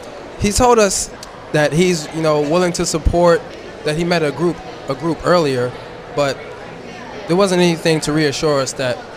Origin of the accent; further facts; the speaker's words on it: Pittsburgh, Pennsylvania, United States; I'm from Pittsburgh, and I'm here supporting the after school program.